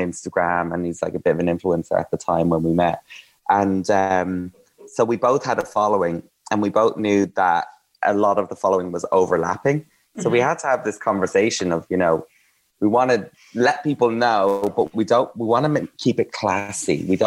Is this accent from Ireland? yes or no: yes; Ireland; Straight to the point, I'm Irish, and no messing.